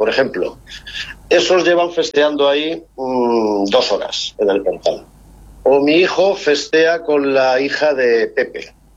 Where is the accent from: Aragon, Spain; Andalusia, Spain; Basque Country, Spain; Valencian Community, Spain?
Valencian Community, Spain; Elda